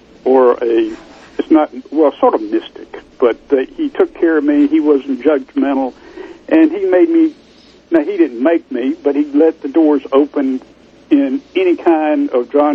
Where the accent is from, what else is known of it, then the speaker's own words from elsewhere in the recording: Georgia, United States; I was raised in South Georgia, and essentially I didn't have a father, and my mother married three times